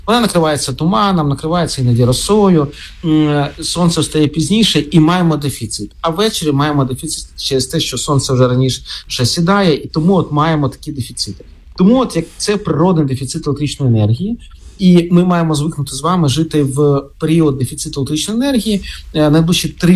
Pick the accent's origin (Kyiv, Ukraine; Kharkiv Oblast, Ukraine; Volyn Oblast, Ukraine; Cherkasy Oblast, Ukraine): Kharkiv Oblast, Ukraine; це або моя рідна Харківщина, або Чернігівщина, Сумщина